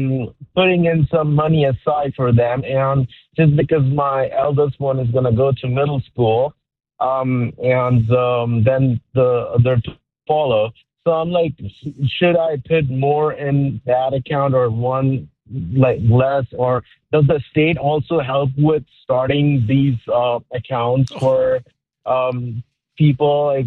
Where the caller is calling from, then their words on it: Skokie, Illinois, United States; So, I'm calling from Skokie. I have three kids, 9, 10, and 7-year-old. And just because I'm an immigrant, I'm not very familiar with the system here